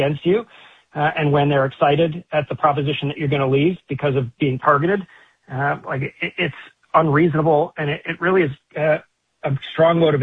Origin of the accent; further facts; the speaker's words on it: Tacoma, Washington, United States; You know, I grew up in Tacoma.